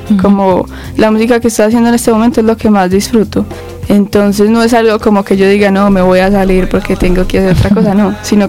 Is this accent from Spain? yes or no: no; Colombia; now in Medellín, Colombia; Yo siento que, pues, al ser colombiana, la música se permea mucho de elementos de percusión, como muy latinoamericanos